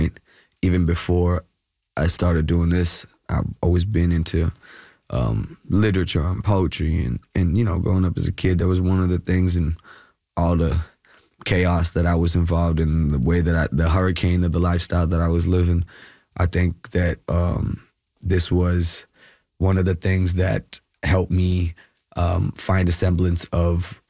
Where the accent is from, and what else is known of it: Kerala, India; now in Bangalore, India